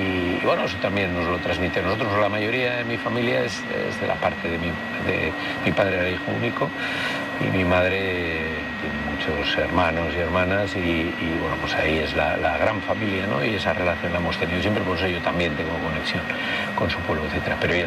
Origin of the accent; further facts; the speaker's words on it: Basque Country, Spain; Yo soy vasco y solo me siento vasco